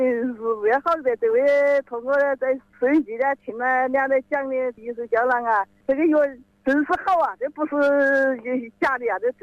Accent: Hubei, China; 我们是东强的银矿镇吉兴村。

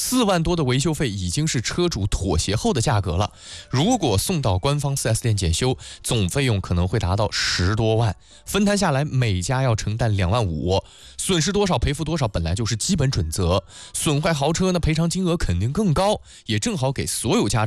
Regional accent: Kunming, Yunnan, China; moved away; 在我老家啊，云南昆明

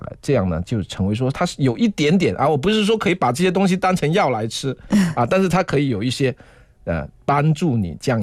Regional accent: Chaoshan, Guangdong, China; 像我们潮汕人也好，广东人也好，我们做饭很讲究。

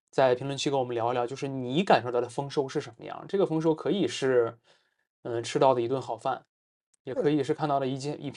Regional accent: China; 我们中国人是以稻为食，以酒庆丰

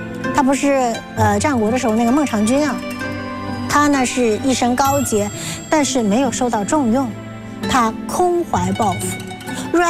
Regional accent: China; 我们中国人

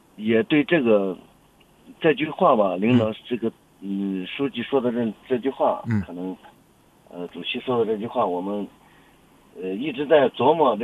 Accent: Shandong, China; accent: Shandong; now in Baicheng, China; 因为我本身是山东人。

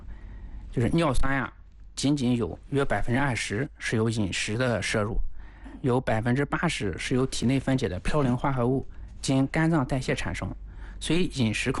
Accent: China; 但是在亚裔人群，就包括我们中国人，有少数人啊天生携带一种叫做 HLA-B5801的一个基因

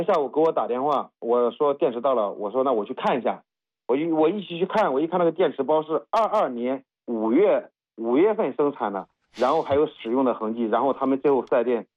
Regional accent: Huaibei, Anhui, China; moved away; 我是安徽淮北的

